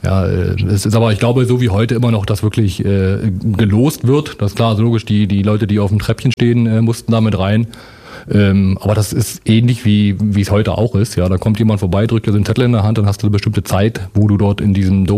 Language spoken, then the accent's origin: German; East Germany, Germany; Also er war noch Westdeutscher, ich war Ostdeutscher.